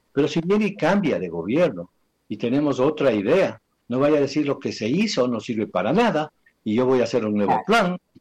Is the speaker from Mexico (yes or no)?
no; Ecuador; sentirnos ecuatorianos.